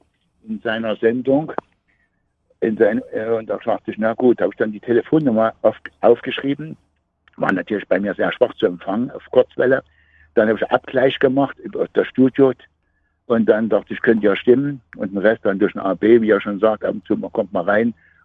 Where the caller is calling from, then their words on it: eastern Germany, Germany; ich bin ja aus dem Osten hier